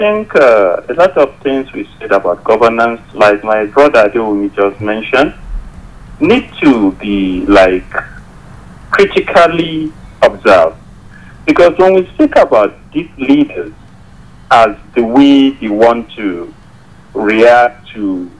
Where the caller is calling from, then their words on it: Nigeria; calling from Petito Market.